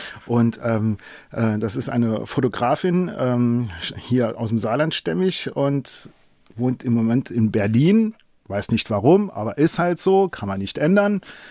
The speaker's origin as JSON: {"language": "German", "country": "Italy", "lives_now": "Germany", "said": "Aber ja, ich finde auch Italien wunderbar und das ist irgendwie auch meine Heimat. Ich habe eben zwei und die will ich auch leben und da bin ich auch stolz drauf, dass ich beide habe."}